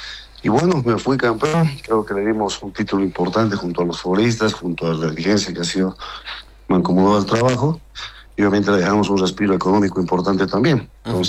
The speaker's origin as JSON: {"language": "Spanish", "country": "Bolivia", "said": "soy boliviano"}